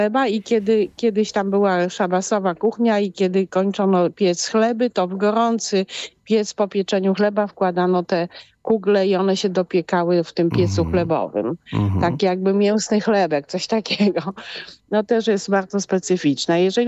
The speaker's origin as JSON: {"language": "Polish", "region": "Lesser Poland", "country": "Poland", "said": "u nas w Małopolsce mówimy na to sznycle"}